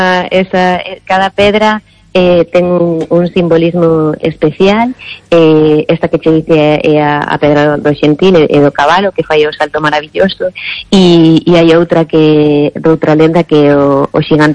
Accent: Laracha, Galicia, Spain; inspiradas no Castro de Montes Claros, o lugar onde eu son, de Laracha, están concretamente na parroquia de Vilaño

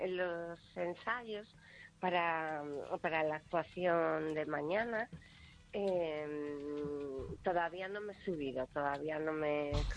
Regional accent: Valladolid, Castile and León, Spain; moved away as an adult; also born or lived in Madrid / London; soy de Valladolid. En Valladolid había una asociación de malabaristas y bueno, empecé por ahí, tendría 14, 15 años y luego ya fui a Madrid en el 99 a estudiar.

